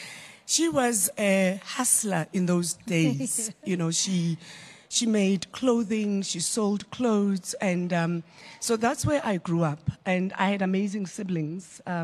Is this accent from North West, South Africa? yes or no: no; Johannesburg, Gauteng, South Africa; So the reality is that I grew up in Rockville in Soweto.